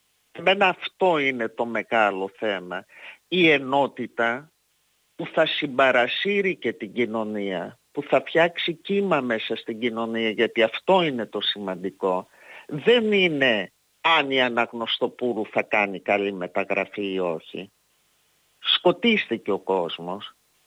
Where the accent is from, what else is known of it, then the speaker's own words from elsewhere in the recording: Greece; Ως Ελληνίδα το θεώρησα έτσι.